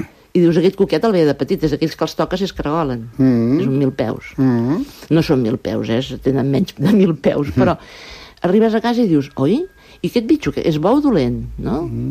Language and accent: Catalan; Vilaplana, Catalonia, Spain; una cosa molt bonica del meu poble, que ara tinc ganes de dir Vilaplana